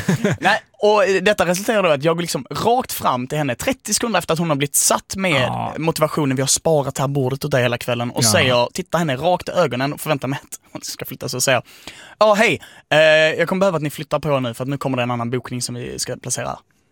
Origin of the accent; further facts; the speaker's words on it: Skåne, Sweden; Alltså, jag har aldrig spelat så mycket på min skånska identitet så mycket som då.